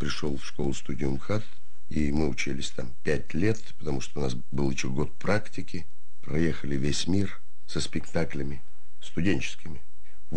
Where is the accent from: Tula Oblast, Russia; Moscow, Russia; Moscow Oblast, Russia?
Tula Oblast, Russia; Tula; born there; Я родился в Туле, родился во время спектакля.